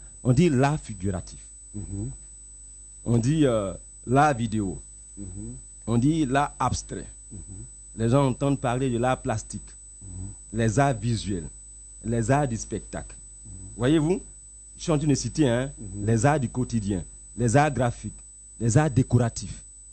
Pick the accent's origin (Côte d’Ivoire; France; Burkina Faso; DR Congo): Côte d’Ivoire; Moi, ici, africain, je suis ivoirien.